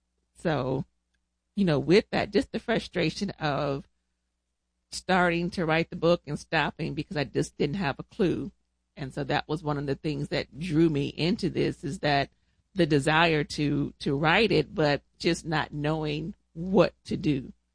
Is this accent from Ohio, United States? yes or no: yes; Toledo, Ohio, United States; now in Chattanooga, United States; I am originally from Toledo, Ohio. I'm residing now in Chattanooga, Tennessee with you.